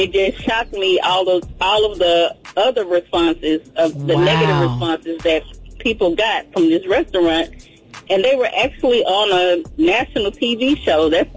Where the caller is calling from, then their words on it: Cypress, Texas, United States; Cypress, Texas.